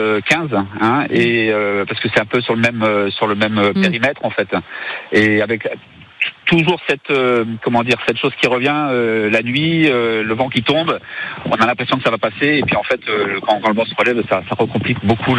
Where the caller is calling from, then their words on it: Boulternère, Occitanie, France; Ah ben moi je suis à Boulternère sur les hauteurs en face